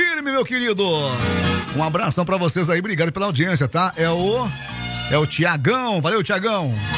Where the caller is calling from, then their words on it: Piraí do Sul, Paraná, Brazil; da cidade de Piraí do Sul.